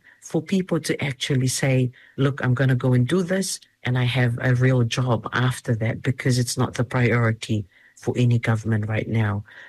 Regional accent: Rotuma, Fiji; Rotuma, as I'm from Rotuma, I'm not only a facilitator and a translator and also part of our interpretation team.

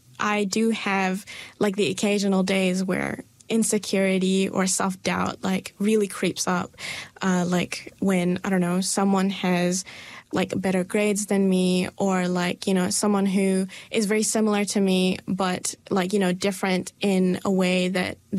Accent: Dunedin, Otago, New Zealand; born there; first language Malay; English is a second language; also born or lived in Malaysia; I have lived 10 years in New Zealand, 10 years in Malaysia. My English is better than my Malay

